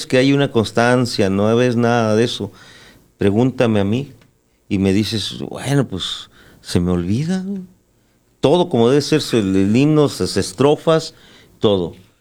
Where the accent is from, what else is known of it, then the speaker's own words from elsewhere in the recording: Mexico; bueno, somos mexicanos, estamos alegando la soberanía. Pues esa soberanía quiere decirse que te tienes que sentir orgulloso de que eres mex